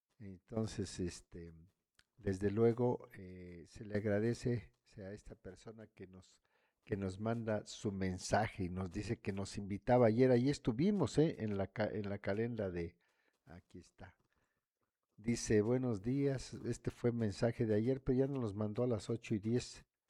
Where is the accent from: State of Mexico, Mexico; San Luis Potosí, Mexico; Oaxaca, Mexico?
Oaxaca, Mexico; todos somos paisanos aquí en la región, todos somos paisanos, nada de que yo soy de Yucuita y que el otro es de Chachuapan, todos vivimos en la misma región